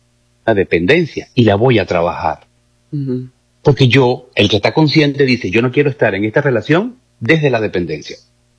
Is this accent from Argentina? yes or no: no; Venezuela; now in Mexico City, Mexico; de mi acento, que si soy venezolano